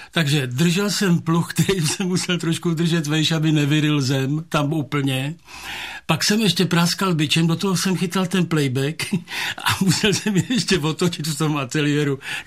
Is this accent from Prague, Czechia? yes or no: yes; Prague, Czechia; jako rodilej Pražák